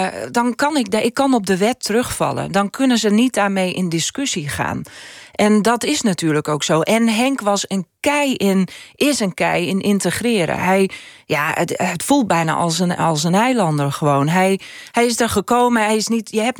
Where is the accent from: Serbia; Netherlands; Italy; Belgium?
Netherlands; Friesland; first language Frisian; now in Ameland, Netherlands